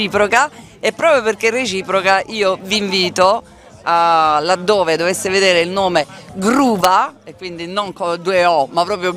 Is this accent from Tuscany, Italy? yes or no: no; Taranto, Apulia, Italy; io stessa da tarantina